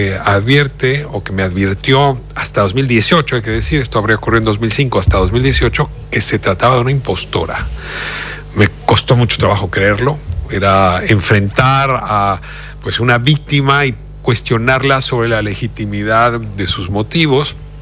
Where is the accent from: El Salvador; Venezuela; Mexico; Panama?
Mexico; en mi país, en México